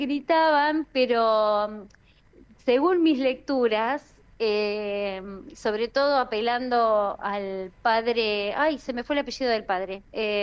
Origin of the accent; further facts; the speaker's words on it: Balcarce, Buenos Aires Province, Argentina; yo no vivo en Quilmes ni vivo en Capital, yo soy valcarceña, vivo